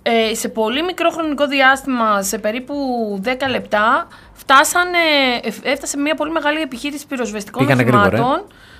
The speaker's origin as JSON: {"language": "Greek", "town": "Kavala", "region": "Eastern Macedonia and Thrace", "country": "Greece", "tie": "born or raised there", "moved": "yes", "said": "μεγάλωσα στην επαρχία, στην Καβάλα"}